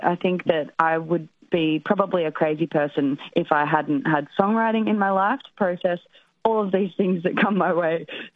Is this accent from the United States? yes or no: no; Australia; moved away; being obviously an Australian over here, I've moved my whole life. So there's the challenges of, you know, survival as well. Yeah. And meeting new friends and settling into a different country